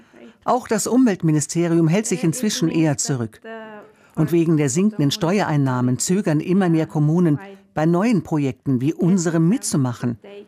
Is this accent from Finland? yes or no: yes; Finland; Besonders bei uns in Finnland schwingt immer mit. Oh nein, das finnische Volk verschwindet. Die finnische Sprache.